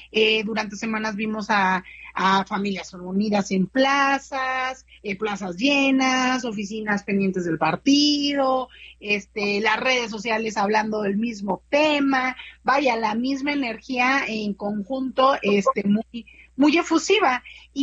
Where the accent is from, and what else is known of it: Mexico